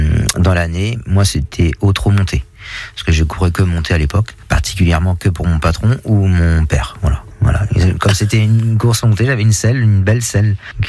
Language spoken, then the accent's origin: French; Avranches, Normandy, France; C'était en plus chez moi, à Avranches.